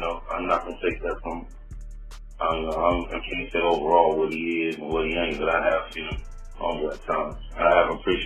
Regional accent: Compton, California, United States; I'm from Compton / Los Angeles, South Central, California.

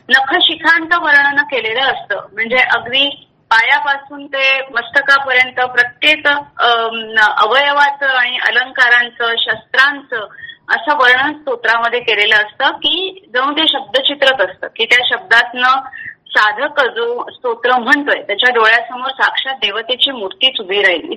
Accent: Thane, Maharashtra, India; मी ठाण्यातच जन्मले, वाढले आणि आताही ठाण्यातच राहते.

